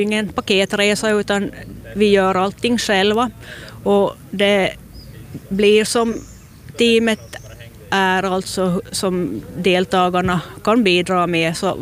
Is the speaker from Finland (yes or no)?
yes; Närpes, Ostrobothnia, Finland; som Närpesbo